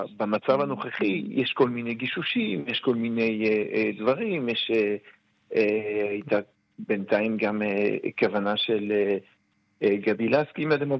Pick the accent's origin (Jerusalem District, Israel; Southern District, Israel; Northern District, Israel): Jerusalem District, Israel; Jerusalem; אני כירושלמי יכול ככה חווה את זה מדי שנה.